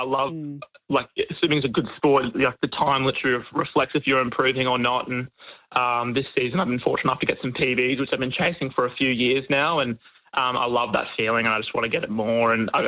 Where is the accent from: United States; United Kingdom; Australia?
Australia; being an Australian distance swimmer.